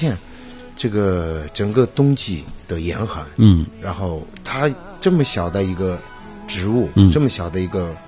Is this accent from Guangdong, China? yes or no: no; Jilin, China; 像我们吉林人，像我们东北人的这种精神